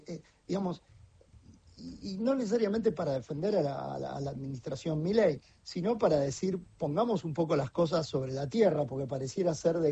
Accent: Argentina; como lo digo no solamente como analista, pero también como argentino

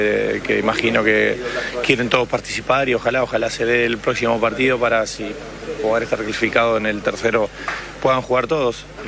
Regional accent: Argentina; Dirán que porque soy argentino lo digo.

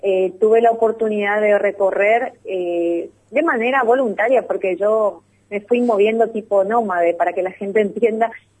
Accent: Argentina; Si bien todos somos argentinos, cada zona tiene un determinado tipo de insumo, un determinado tipo de fibras vegetales.

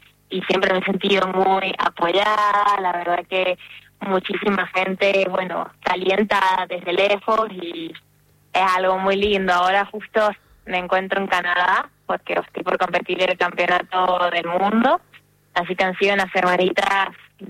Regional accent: San Juan, Argentina; Sí, soy de San Juan

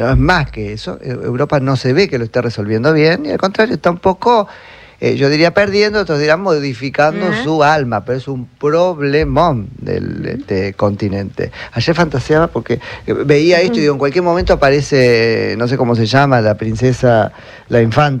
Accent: Argentina; eso tiene un poco que ver con lo que somos los argentinos.

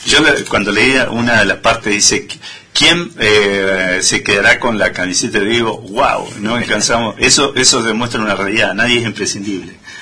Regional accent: Argentina; se nos identificó un poquito más como argentinos

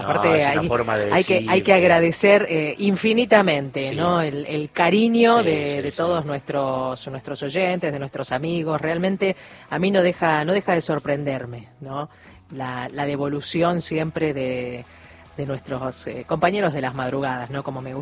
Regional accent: Villa Domínico, Buenos Aires Province, Argentina; No soy de ninguna provincia de donde te llaman siempre. Yo soy de Villa Domínic

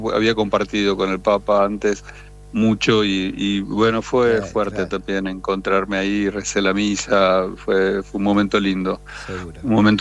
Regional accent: Argentina; así como vengo yo de la Argentina

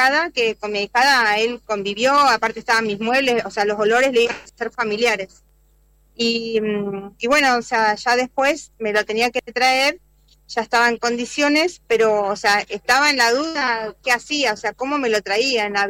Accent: Bahía Blanca, Buenos Aires Province, Argentina; Yo soy de Bahía Blanca

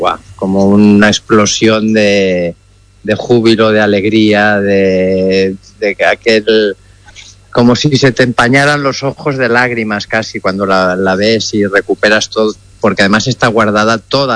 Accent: Catalonia, Spain; como culé, como catalán

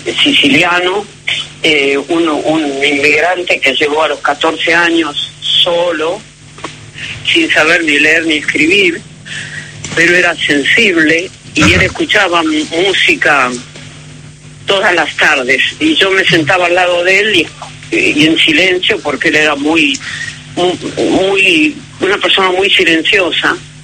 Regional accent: Buenos Aires, Argentina; also born or lived in Mar del Plata; me fui muy temprano, así que soy porteña, digamos.

